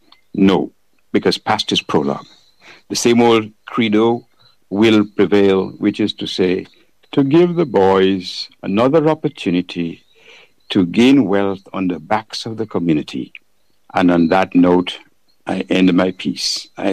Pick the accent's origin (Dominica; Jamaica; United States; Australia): Dominica; Portsmouth, Saint John Parish; When I grew up in Portsmouth